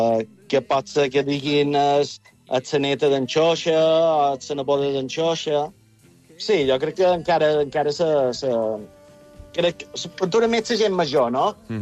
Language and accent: Catalan; Porreres, Balearic Islands, Spain; I a Porreres som de Can Vidal.